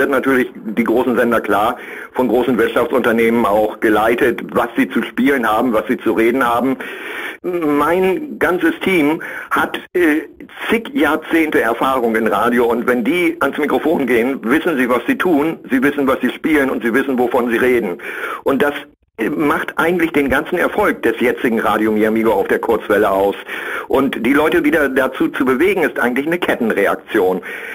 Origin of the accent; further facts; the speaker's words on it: Northern Germany, Germany; Ich bin ein Norddeutscher, also von Holland nicht so weit weg.